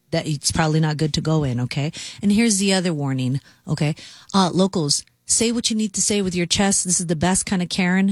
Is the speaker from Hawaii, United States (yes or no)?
yes; Hawaii, United States; moved away as an adult; now in San Diego, United States; I am originally from Hawaii, born and raised. I was there for the first 25 years of my life, and then I came here to beautiful San Diego.